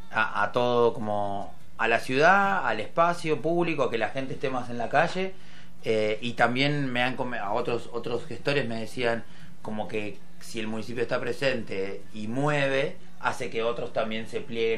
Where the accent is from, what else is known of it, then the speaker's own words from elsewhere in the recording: La Plata, Buenos Aires Province, Argentina; Yo vengo en el barrio de Tolosa